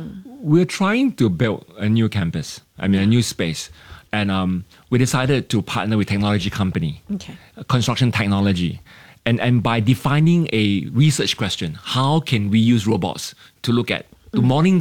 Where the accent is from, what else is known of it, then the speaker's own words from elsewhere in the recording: Singapore; We don't go in with the concept that I'm a Singaporean, I know everything, I'm here to educate you.